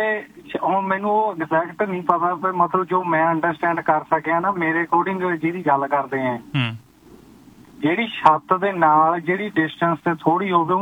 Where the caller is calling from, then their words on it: Nawanshahr, Punjab, India; ਅਸੀਂ ਭਾਈ ਨਵਾਂਸ਼ਹਿਰ ਸ਼ਹੀਦ ਭਗਤ ਸਿੰਘ ਸਾਡਾ ਜ਼ਿਲ੍ਹਾ ਜੀ